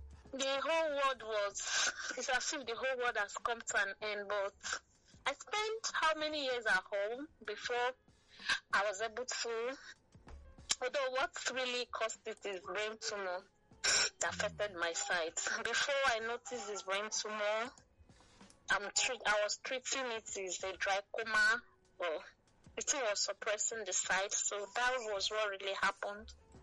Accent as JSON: {"language": "English", "region": "Lagos", "country": "Nigeria", "tie": "born or raised there", "said": "and I'm from Imo State. I'm the fourth child, and I was born and brought up in Lagos."}